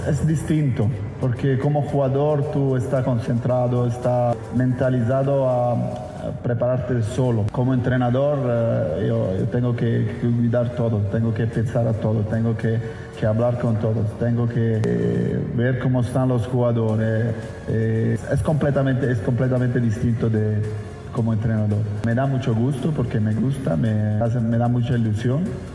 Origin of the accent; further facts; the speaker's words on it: Italy; Spanish is a second language; Como italiano aquí he vivido algún momento muy bueno